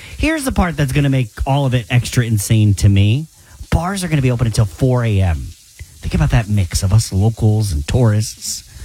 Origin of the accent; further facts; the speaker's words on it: Philadelphia, Pennsylvania, United States; I'm a Philadelphian through and through.